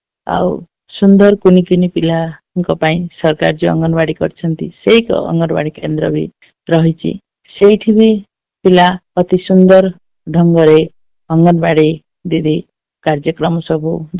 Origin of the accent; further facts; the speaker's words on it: Semala, Odisha, India; ମୋ ଗାଁ ହଉଛି ସେମଳା, ନବରଙ୍ଗପୁର ଜିଲ୍ଲା ପାପଡ଼ାହାଣ୍ଡି ବ୍ଲକ ସେମଳା ପଞ୍ଚାୟତ।